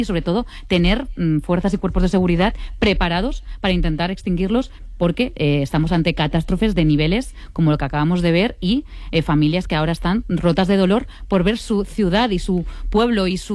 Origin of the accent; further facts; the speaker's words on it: Castellón, Valencian Community, Spain; Yo soy de Castellón y además acabamos de sufrir un terrible incendio en la Sierra de Espadà, que también está entre Castellón y Valencia.